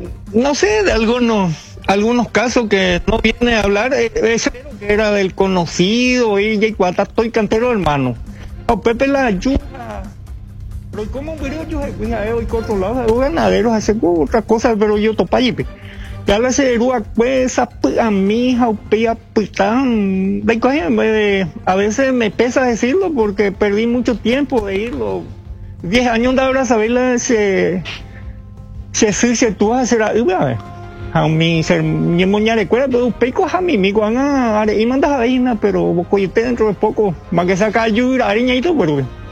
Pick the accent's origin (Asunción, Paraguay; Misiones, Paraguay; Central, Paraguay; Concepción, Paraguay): Concepción, Paraguay; moved away as an adult; now in Santa Cruz, Bolivia; Yo soy de Pehuajomi, Paraguay, beleano, primero, y bueno, yo estoy acá unos 25 años